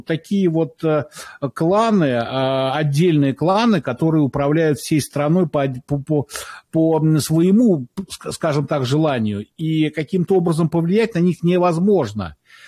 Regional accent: Moscow, Russia; хотя я сам москвич и родом из Москвы, и большую часть жизни там прожил.

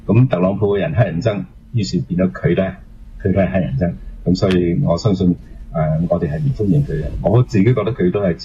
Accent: Canada; 既然住咗喺呢個國家，就亦都反映翻俾特朗普睇，我哋加拿大人嗰個意願咧

